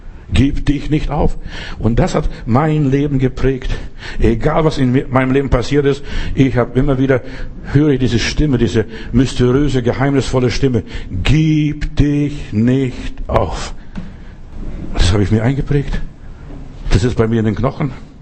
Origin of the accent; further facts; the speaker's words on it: Klaipėda County, Lithuania; was ich im Schneesturm im Winter bei uns in Ostpreußen, also im Memeland, erlebt habe.